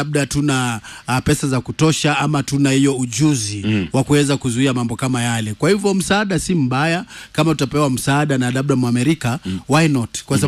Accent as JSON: {"language": "Swahili", "country": "Kenya", "said": "sisi kama wa Kenya"}